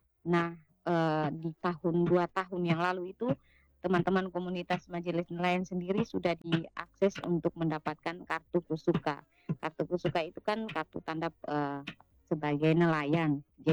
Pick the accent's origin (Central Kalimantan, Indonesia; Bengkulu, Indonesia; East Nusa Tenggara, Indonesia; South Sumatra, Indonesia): East Nusa Tenggara, Indonesia; Kupang; biasa kita orang Kupang dan kiri-kiri kan mereka bisa mengolah dan menjualnya di rumah